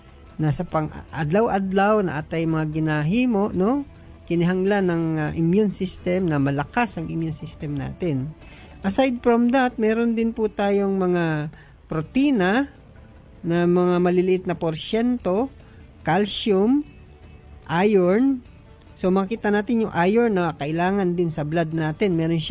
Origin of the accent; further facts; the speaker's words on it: Manila, Metro Manila, Philippines; Ako'y Tagalog talaga, no? Gikan pa ako sa Manila.